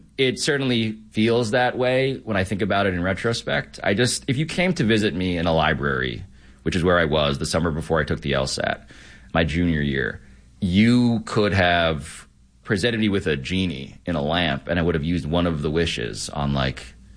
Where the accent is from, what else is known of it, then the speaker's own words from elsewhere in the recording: New York City, New York, United States; Again, I'm from New York City, did not know what crew was